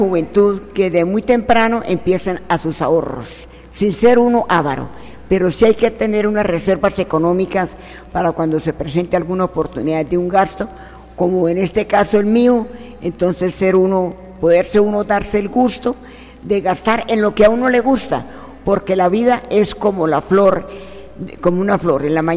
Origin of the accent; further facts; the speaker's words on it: Zapatoca, Santander, Colombia; yo quiero mucho mi tierra y mis ancestros y todo de Zapatoca